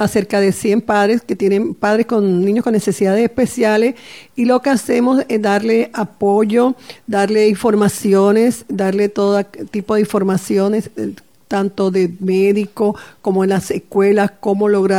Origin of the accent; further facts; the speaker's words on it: Colombia; soy colombiana, estoy casada hace 23 años